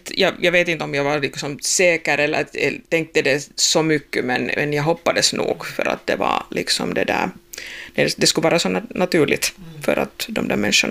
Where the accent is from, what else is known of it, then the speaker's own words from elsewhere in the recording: Bjärnå, Southwest Finland, Finland; jag tror nästan halva min barndom alltså på Bibban i Bjärnå.